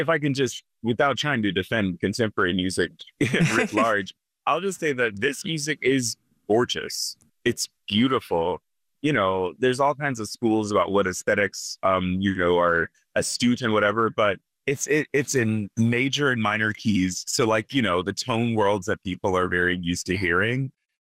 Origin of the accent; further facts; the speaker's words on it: Virginia, United States; born there; also born or lived in Portsmouth, Virginia / Richmond, Virginia / Orlean, Virginia; I was born in Portsmouth Naval Hospital, and you know, lived around that region and also Richmond growing up. But then, you know, we moved to Northern Virginia.